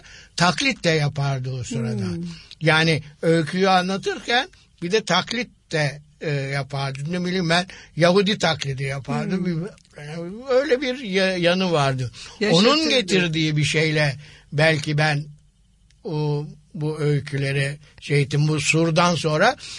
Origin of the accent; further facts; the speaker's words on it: Istanbul, Turkey; born there; ben Karagümrük'te oturuyorum.